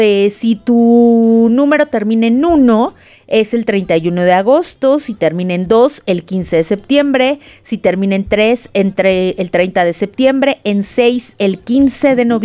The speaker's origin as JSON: {"language": "Spanish", "country": "Mexico", "said": "somos los mexicanos"}